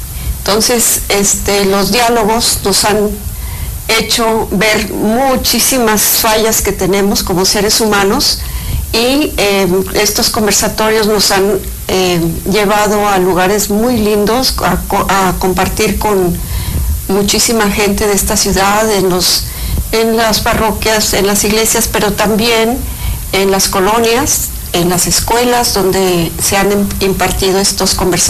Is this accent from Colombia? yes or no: no; Mexico; es nuestra solidaridad como mexicanos para manifestarles que estamos con ellos